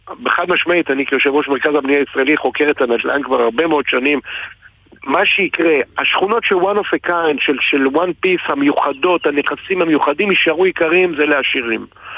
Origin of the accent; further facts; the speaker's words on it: Jerusalem, Jerusalem District, Israel; אני ירושלמית לשעבר